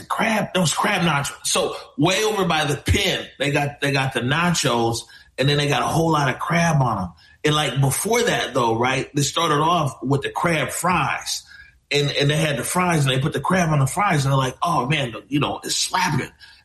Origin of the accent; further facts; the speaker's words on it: Seattle, Washington, United States; I grew up in the Central District of Seattle. And we'd walk down Jackson. I grew up on 23rd and Jackson.